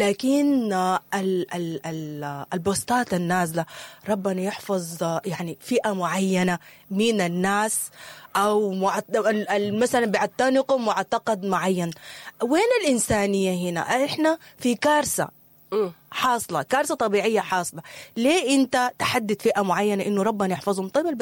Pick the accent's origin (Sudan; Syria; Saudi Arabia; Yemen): Sudan; إحنا مهتمين كسودانيين